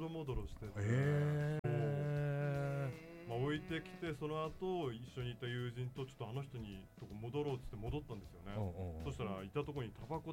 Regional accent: Tokyo, Japan; 江戸っ子ですね。

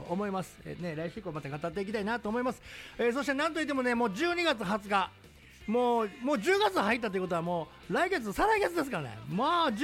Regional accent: Kyoto, Japan; 地元京都

